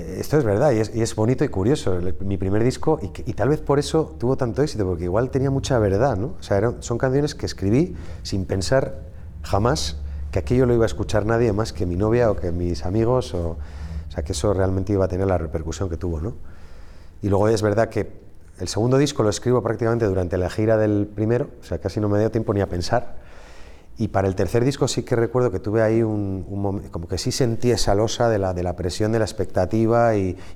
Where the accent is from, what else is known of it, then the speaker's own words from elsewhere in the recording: Spain; tanto aquí en España, en mi país, como fuera, ¿no?